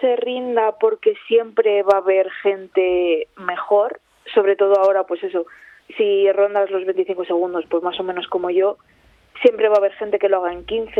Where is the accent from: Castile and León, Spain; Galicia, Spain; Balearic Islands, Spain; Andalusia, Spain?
Castile and León, Spain; Salamanca; Soy de Salamanca.